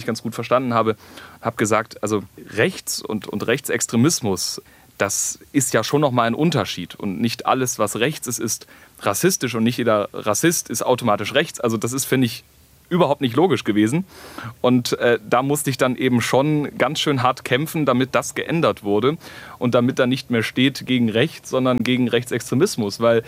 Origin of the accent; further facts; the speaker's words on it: West Germany, Germany; ich komme aus Westdeutschland